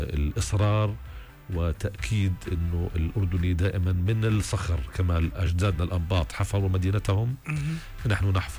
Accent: Sousse, Sousse Governorate, Tunisia; يعني إحنا من سوسة على سبيل المثال

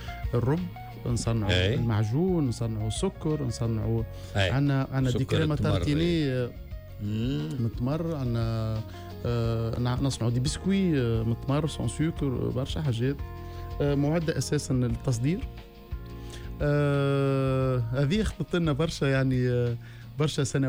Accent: Douz, Kebili Governorate, Tunisia; also born or lived in Gafsa; أنا تولدت في قفصة وعشت في قفصة 10 سنين ثم العائلة انتقلوا للعيش في قبلي وأنا في عمر 10 سنوات كملت دراستي في قبلي في دوز بالذات

